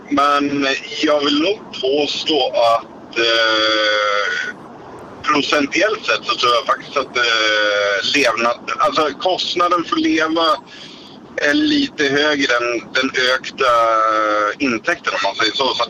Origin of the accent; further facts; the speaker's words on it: Småland, Sweden; now in Norway; Jag är ju smålänning egentligen, så jag kan ju inte säga R.